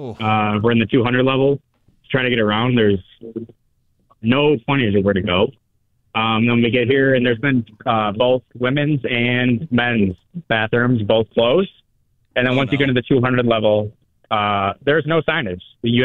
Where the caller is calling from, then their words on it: Buffalo, New York, United States; I'm from Buffalo